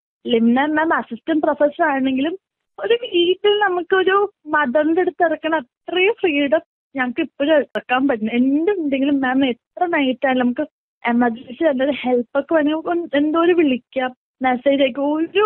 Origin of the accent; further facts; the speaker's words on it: Ernakulam, Kerala, India; ഞാൻ എറണാകുളത്തു നിന്നാണ് വരുന്നത്.